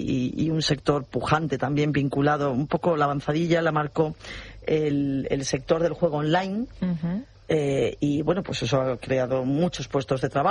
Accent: Ceuta, Spain; No soy la única, somos muchos los ceutíes. Somos muy pro-Ceuta

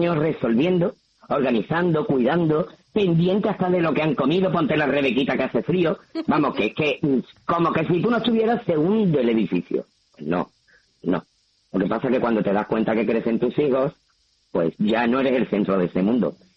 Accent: Jerez de la Frontera, Andalusia, Spain; yo soy de Jerez. Y aquí nos tomamos todos en Andalucía de aquella manera.

